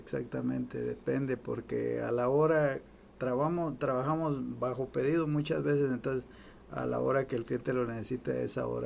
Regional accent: Guatemala; moved away

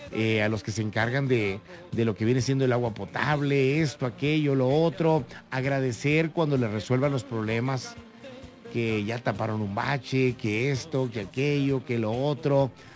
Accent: Navojoa, Sonora, Mexico; moved away; mi tierra, Navojoa, Sonora

